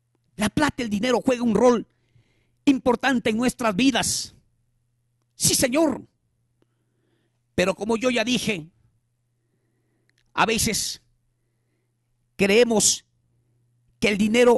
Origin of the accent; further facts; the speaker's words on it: Peru; Todos como peruanos contamos con un seguro gratuito que es el SIS.